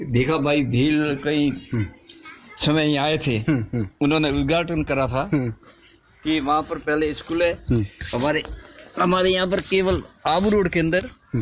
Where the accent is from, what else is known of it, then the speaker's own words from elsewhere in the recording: Morthala, Rajasthan, India; हम एक आदिवासी क्षेत्र से आते हैं और बहुत गरीब परिवार के हैं, और ये गांव हमारा एक गरीब गांव था